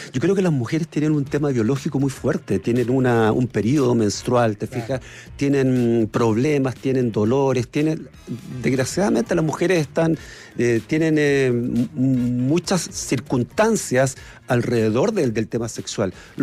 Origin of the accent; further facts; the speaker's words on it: Chile; Somos todos chilenos.